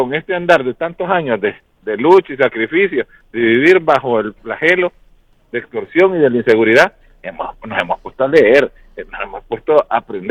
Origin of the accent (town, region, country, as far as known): Honduras